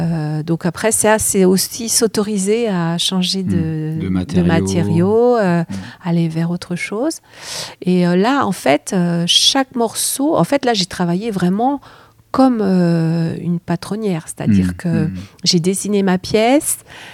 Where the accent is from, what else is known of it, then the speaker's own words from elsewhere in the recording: Angers, Pays de la Loire, France; je suis originaire d'Angers